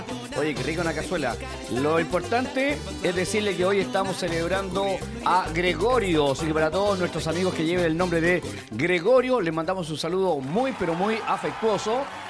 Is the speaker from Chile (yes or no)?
yes; Chile; born there; Como buen nacido en mi país, en mi Chile querido